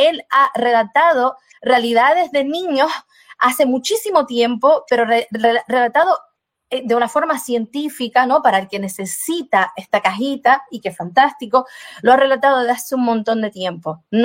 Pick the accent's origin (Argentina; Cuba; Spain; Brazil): Brazil; Spanish is a second language; Yo soy indígena, yo soy brasileña, natural brasileña, yo soy indígena.